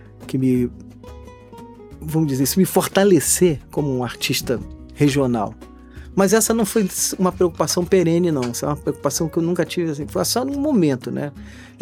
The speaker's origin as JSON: {"language": "Portuguese", "region": "Minas Gerais", "country": "Brazil", "said": "como eu sou mineiro, mas eu já estou morando aqui há muitos anos, que eu tenho raízes aqui."}